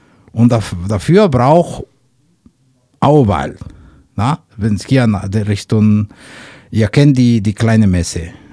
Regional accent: Mexico; German is a second language; moved away; Ich bin Mexikaner.

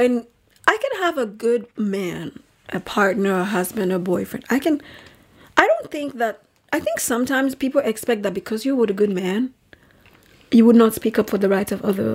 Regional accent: Nigeria; I think the response they expect me to give as a Nigerian girl speaking to a Nigerian man

